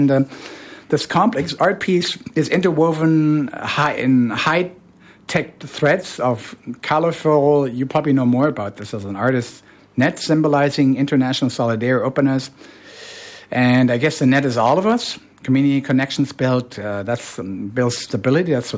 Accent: Toronto, Ontario, Canada; now in Germany; No, I'm from Toronto, but I know Frankfurt well.

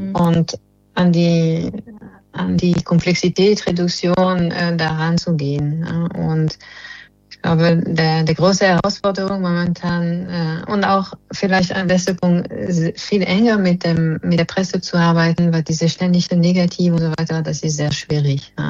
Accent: France; German is a second language; now in Germany; Als Französin in Deutschland, Bundeskanzlerin zu werden, ist ein bisschen verrückt.

